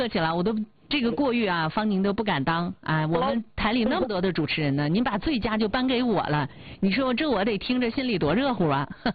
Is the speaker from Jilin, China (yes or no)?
yes; Jilin, China; 尤其我们在吉林的外地人，在外地的吉林人，我们的家乡人